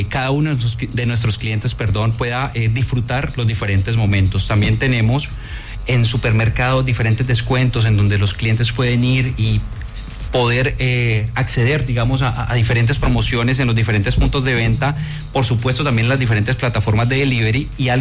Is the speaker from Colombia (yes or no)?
yes; Colombia; Y hay algo muy importante, y es que nosotros como colombianos